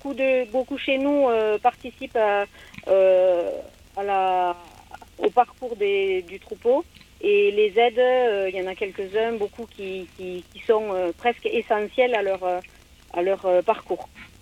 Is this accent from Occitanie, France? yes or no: yes; Occitanie, France; Je suis originaire du Gers, juste à côté de Mielan, à la Gamazous.